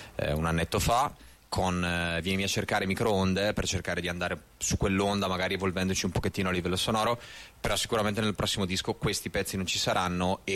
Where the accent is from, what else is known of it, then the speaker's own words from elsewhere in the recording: Lombardy, Italy; noi siamo di Brescia, o comunque non proprio di Brescia città, ma veniamo da situazioni limitrofe.